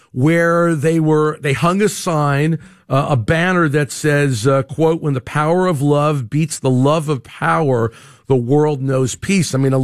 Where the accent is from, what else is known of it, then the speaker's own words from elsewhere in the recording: New York, United States; moved away as an adult; now in Atlanta, United States; I grew up in New York, lived there for, the first 28 years of my life before I moved to Atlanta.